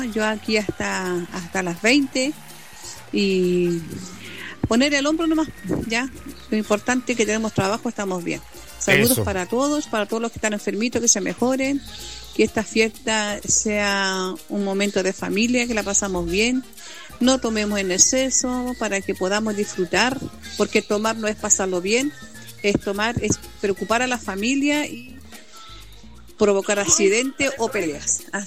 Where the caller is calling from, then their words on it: Chile; Soy una chilena de tomo y lomo.